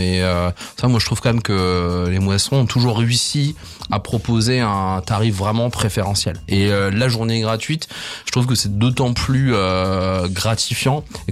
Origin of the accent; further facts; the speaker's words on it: Les Grandes-Loges, Grand Est, France; moi je suis originaire des Grandes Loges et Juvigny, enfin on est voisins, j'y passe beaucoup de temps.